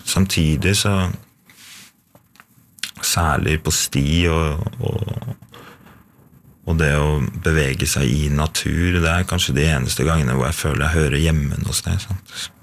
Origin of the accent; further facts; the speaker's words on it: Skedsmokorset, Akershus, Norway; jeg er fra Skedsmokorset, men familien er fra Finnskogen, ja.